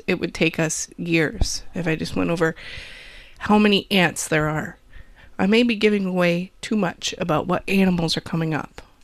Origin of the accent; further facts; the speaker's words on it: Wisconsin, United States; accent: Wisconsin; I heard my Wisconsin accent there.